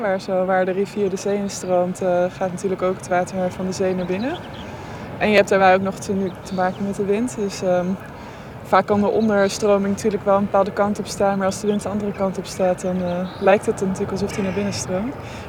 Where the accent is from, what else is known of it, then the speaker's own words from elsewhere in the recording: Zevenaar, Gelderland, Netherlands; born there; also born or lived in Chile; now in Utrecht, Netherlands; ik ben geboren aan de Rijn in Arnhem, Zevenaar. En ik woon nu ook weer aan de Rijn in Utrecht.